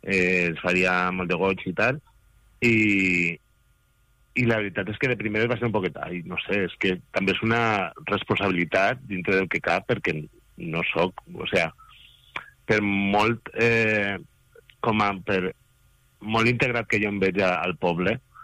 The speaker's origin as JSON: {"language": "Catalan", "town": "Guardamar", "region": "Valencian Community", "country": "Spain"}